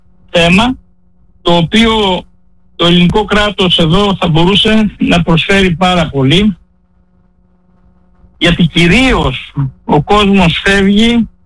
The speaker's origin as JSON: {"language": "Greek", "country": "Albania", "moved": "yes"}